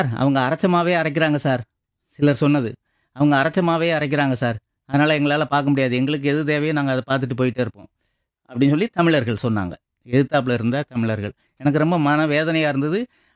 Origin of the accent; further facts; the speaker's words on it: Tamil Nadu, India; தமிழனாக பிறந்தோம், தமிழ்நாட்டு நம்ம தமிழ் கலைகளை பற்றி நல்லா தெரிஞ்சுக்கிட்டோம்.